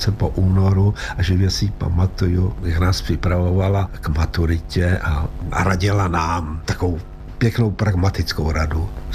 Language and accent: Czech; Plzeň, Plzeň Region, Czechia; já jsem vyrůstal v Plzni